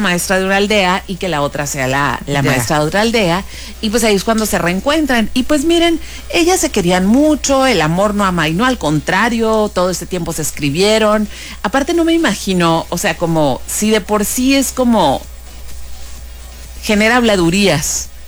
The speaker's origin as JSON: {"language": "Spanish", "region": "northern Mexico", "country": "Mexico", "said": "soy una mexicana del norte"}